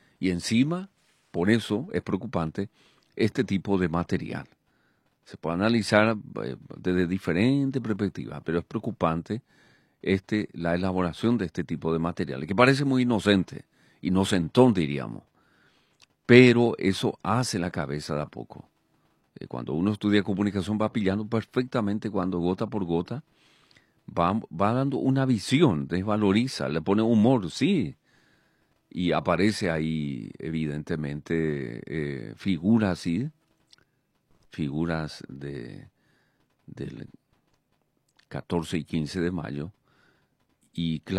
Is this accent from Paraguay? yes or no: yes; Paraguay; ¿Quiénes somos los paraguayos?